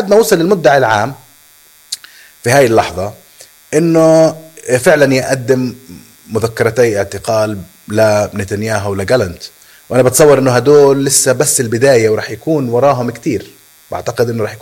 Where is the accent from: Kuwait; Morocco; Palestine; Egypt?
Palestine